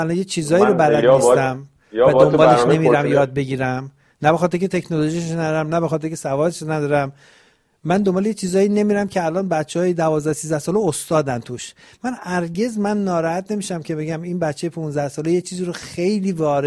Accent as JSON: {"language": "Persian", "country": "Iran", "moved": "yes", "said": "من از موقعی که از ایران اومدم بیرون، با کمال احترام به تمام کسای اونجا"}